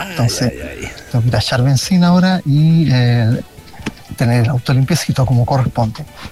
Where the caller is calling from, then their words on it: Quilpué, Valparaíso, Chile; desde Quilpué.